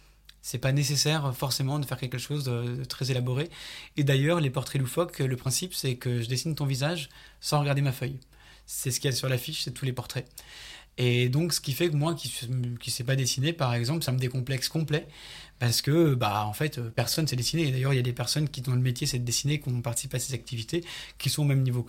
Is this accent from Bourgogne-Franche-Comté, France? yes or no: no; Auvergne-Rhône-Alpes, France; Et on nous explique qu'on vient d'Ardèche, de l'Ardèche du Sud, tout ça.